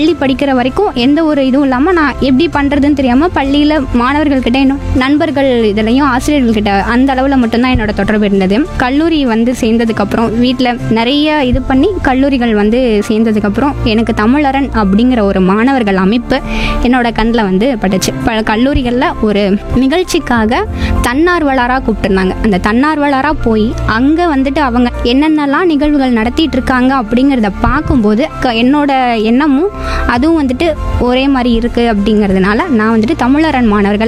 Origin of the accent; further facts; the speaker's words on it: Salem, Tamil Nadu, India; நான் வந்து சேலம் தான் பிறந்து வளர்ந்து இப்போ இருக்கிறது எல்லாமே சேலம்.